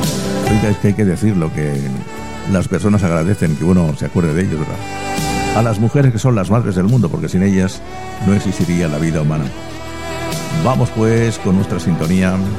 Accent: Cartagena, Region of Murcia, Spain; Cartagena, mi tierra

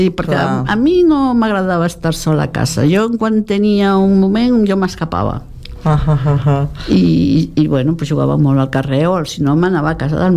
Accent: Petín, Galicia, Spain; born there; moved away; El meu poble és Petín de Valdeorras.

